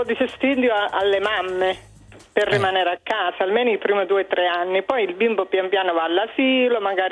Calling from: Frankfurt, Hesse, Germany; io chiamo da Francoforte in Germania.

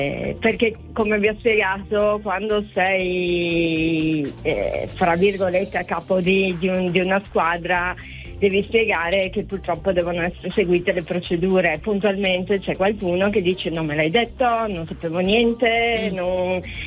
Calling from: Friuli-Venezia Giulia, Italy; Chiamo dalla provincia di Udine.

